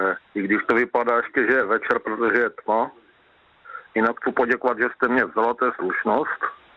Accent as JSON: {"language": "Czech", "town": "Olomouc", "region": "Olomouc Region", "country": "Czechia", "tie": "born or raised there", "also_born_or_lived": "Brno", "said": "Já jsem bydlel od jak živa v Olomouci. Jediné stěhování, které bylo, si nepamatuju, protože jsem měl jeden rok. A mamka s taťkou tehdy bydleli v Brně"}